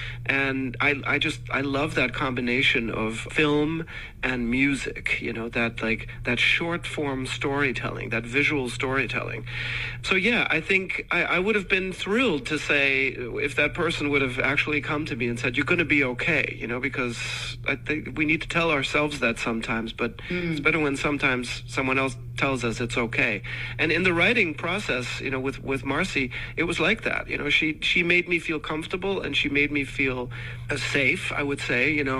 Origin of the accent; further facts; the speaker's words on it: Johannesburg, Gauteng, South Africa; born there; moved away; also born or lived in Germany; I grew up in South Africa and I was a Boy Scout in South Africa